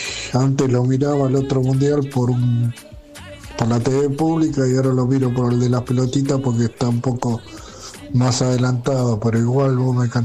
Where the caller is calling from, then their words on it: Moreno, Buenos Aires Province, Argentina; yo soy de acá de Moreno